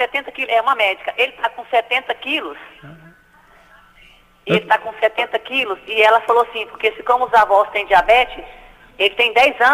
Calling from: Italy; Eu tô falando da Itália.

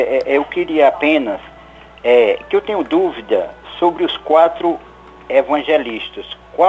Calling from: Pentecoste, Ceará, Brazil; Eu falo de Pentecoste, no Ceará.

